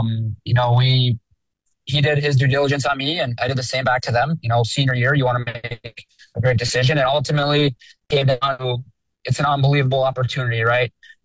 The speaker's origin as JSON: {"language": "English", "town": "Minnetonka", "region": "Minnesota", "country": "United States", "tie": "born or raised there", "said": "growing up in Minnetonka was great. No bad things to say there, only great things to say"}